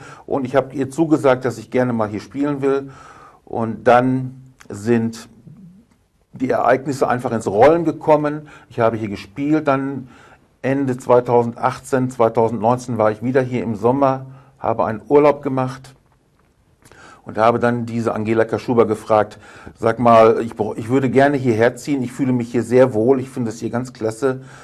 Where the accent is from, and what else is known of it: Belecke, North Rhine-Westphalia, Germany; born or raised there